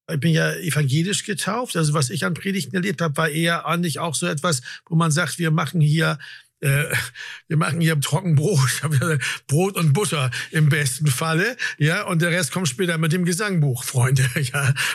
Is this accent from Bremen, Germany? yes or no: yes; Bremen, Germany; als ich klein war, in der neuen Pfarr, wo ich aufgewachsen bin. Da war am Ende der Straße, am Wendehammer, war die Christuskirche.